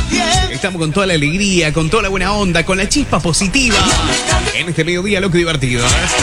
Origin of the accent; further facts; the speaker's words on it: Freire, Córdoba, Argentina; Soy de Freire, Córdoba, del este cordobés.